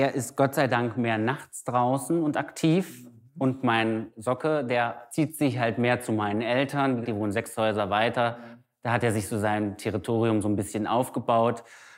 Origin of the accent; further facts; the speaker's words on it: Kassel, Hesse, Germany; ich bin 30 Jahre alt, ich komme aus Kassel, bin gelernter Landschaftsgärtner